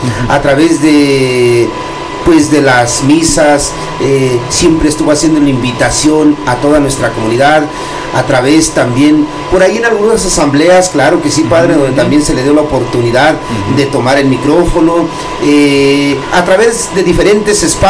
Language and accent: Spanish; Cherán, Michoacán, Mexico; Para nosotros los cheranenses.